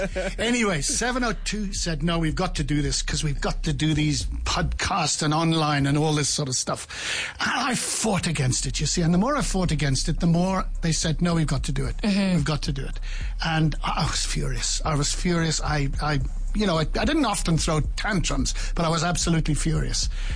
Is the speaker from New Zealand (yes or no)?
no; Ireland; moved away as an adult; now in South Africa; Everyone sort of says, you're … here. But I don't have a drop of Irish blood in me. My father was from Scotland and my mum was from Wales